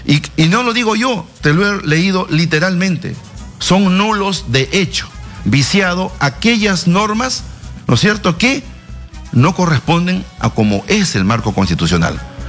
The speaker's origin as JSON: {"language": "Spanish", "country": "Peru"}